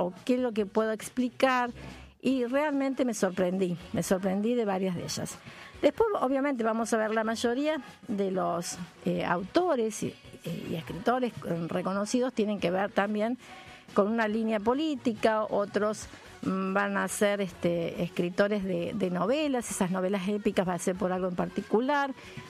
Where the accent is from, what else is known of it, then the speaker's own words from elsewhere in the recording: Argentina; Como argentinos que somos, tenemos muy buen humor.